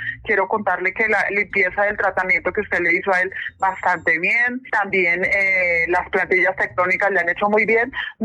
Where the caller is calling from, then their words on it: Puerto Nare, Antioquia, Colombia; Yo estoy llamando aquí de Puerto Nara, Antioquia.